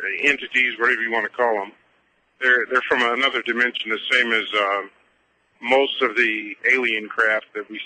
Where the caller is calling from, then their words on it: Indiana, United States; on this planet, I'm from Indiana.